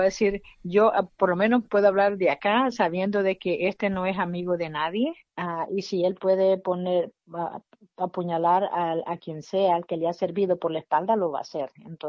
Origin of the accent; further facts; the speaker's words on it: El Salvador; si la situación fuera a mejorar para nosotros como salvadoreños